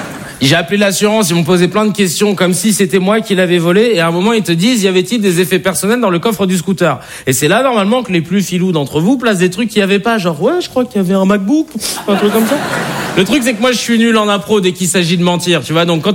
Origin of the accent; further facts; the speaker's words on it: Paris, Île-de-France, France; now in Arcueil, France; enchanté. Je vais me présenter très rapidement. Vous savez, j'ai grandi à Paris dans le 19e, et ensuite j'ai déménagé dans une ville qui s'appelle Arcueil, au sud de Paris.